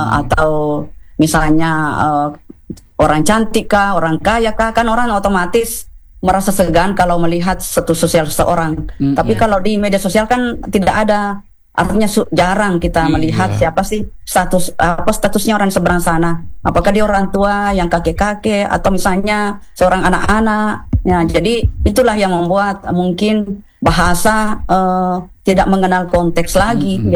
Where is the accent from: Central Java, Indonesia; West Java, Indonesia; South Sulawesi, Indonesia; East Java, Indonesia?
South Sulawesi, Indonesia; accent: Bugis; saya maaf pakai logat Bugis.